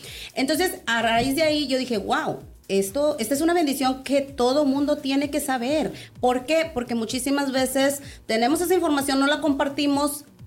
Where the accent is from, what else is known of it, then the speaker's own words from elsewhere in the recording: Monterrey, Nuevo León, Mexico; moved away as an adult; now in San Antonio, United States; Mira, vengo exactamente de Monterrey.